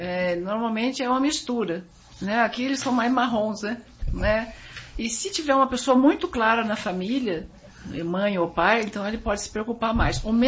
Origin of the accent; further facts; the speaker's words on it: Curitiba, Paraná, Brazil; now in São Paulo, Brazil; Eu comecei em Curitiba, eu sou de Curitiba.